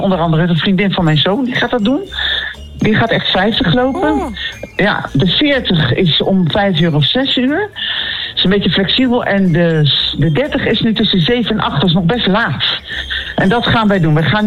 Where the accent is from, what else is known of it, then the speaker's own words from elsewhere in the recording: Nijmegen, Gelderland, Netherlands; born there; moved away; ik ben deels opgegroeid in Nijmegen.